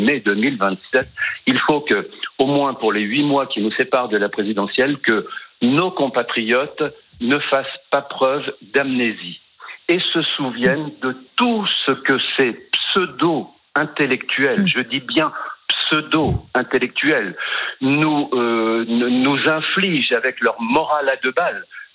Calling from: Lyon, Auvergne-Rhône-Alpes, France; je suis de Lyon

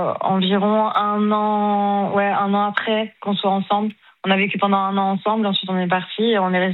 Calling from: Marseille, Provence-Alpes-Côte d'Azur, France; j'habite sur Marseille depuis 11 ans

